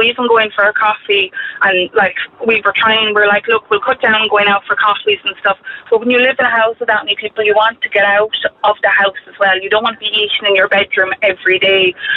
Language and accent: English; Munster, Ireland; now in Cork, Ireland; we to move up to Cork because of work and stuff. We're both from Kerry, but I kind of didn't want to move up